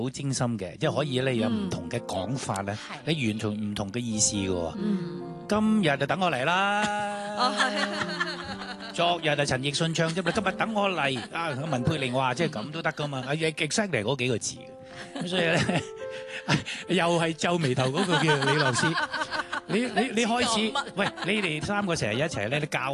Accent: Hong Kong; 我哋香港人

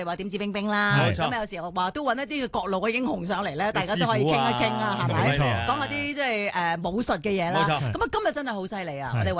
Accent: Hong Kong; 我哋香港人真係好叻

